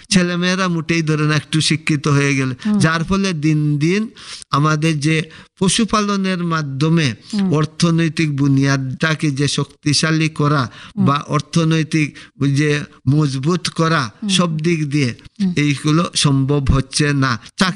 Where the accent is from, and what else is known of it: Tripura, India